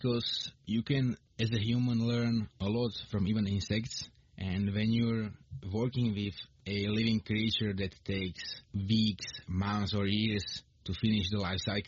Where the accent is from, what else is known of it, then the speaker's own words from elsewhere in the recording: Bielý Kostol, Slovakia; English is a second language; I'm from Bielý Kostol in Slovakia.